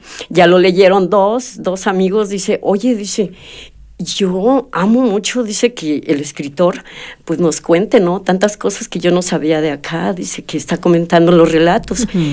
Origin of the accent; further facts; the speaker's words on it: Mexico; aquí vamos a ensayar como mexicano, porque nos quieren mucho en Chile, en Venezuela.